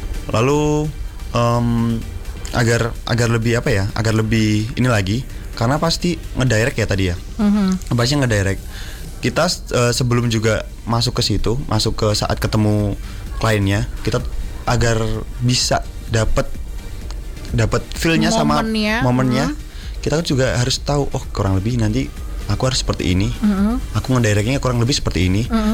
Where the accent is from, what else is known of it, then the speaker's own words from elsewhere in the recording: Madiun, East Java, Indonesia; born there; Madiun ini tempat kelahiranku juga